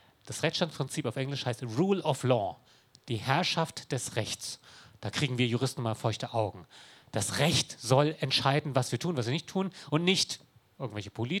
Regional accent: South Korea; now in Germany; Ich bin Deutscher, ich war mal Koreaner, ich bin deutscher Staatsbürger, keine Doppelstaatsbürgerschaft gibt es, da gab es da zu meiner Zeit nicht.

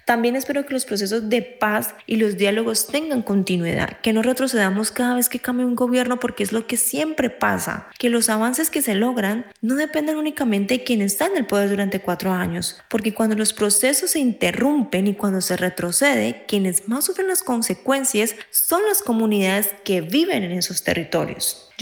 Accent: Colombia; moved away; incluso extrañando mi tierra, mi familia y todo lo que tú conoces, todo tu día a día. Yo creo que represento mujeres colombianas porque mi historia no es única.

